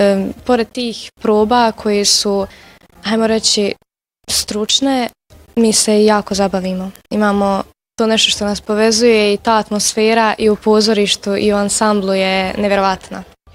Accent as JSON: {"language": "Bosnian", "town": "Tešanj", "region": "Federation of Bosnia and Herzegovina", "country": "Bosnia & Herzegovina", "said": "dolazim iz Tešnje, pohađam gimnaziju Musa Ćazmi Ćatić."}